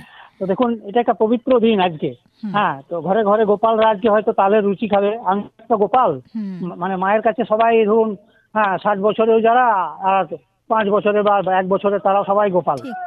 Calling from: Jubrajpur, India; আমি বীরভূমের যুবরাজপুর থেকে বলছি দিদি।

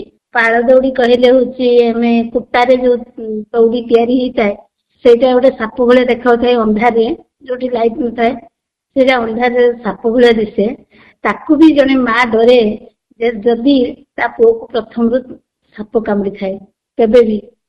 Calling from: Baripada, Odisha, India; ମୁଁ ବାରିପଦାରୁ କହୁଛି।

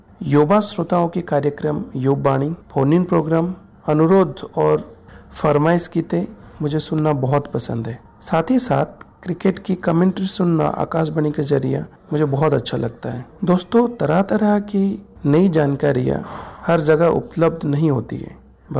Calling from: Raigarh, Chhattisgarh, India; रायगढ़ का निवासी हूं।

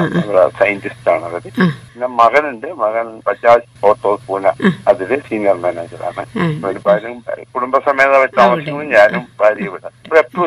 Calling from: Echur, Kerala, India; ഞാൻ ഏച്ചൂർ നിന്നാണ് വിളിക്കുന്നത്.

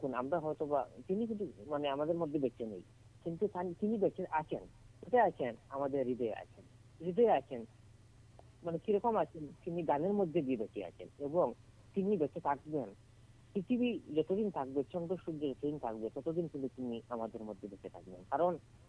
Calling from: Tribhumi district, Assam, India; অসম রাজ্যের ত্রিভূমি জেলা থেকে বলছি।

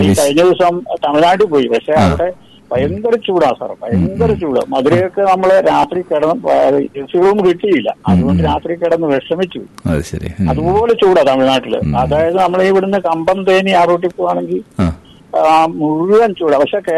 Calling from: Thampalakkad, Kerala, India; ഞാന് കോട്ടയം ജില്ല തമ്പലക്കാട്

